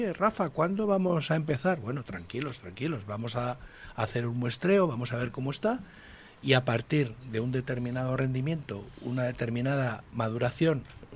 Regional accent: Community of Madrid, Spain; un poco tirando de esta chulería madrileña que a veces nos...

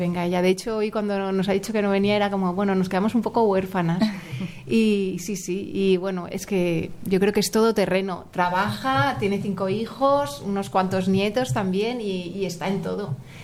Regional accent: Barcelona, Catalonia, Spain; somos mucha gente de Barcelona

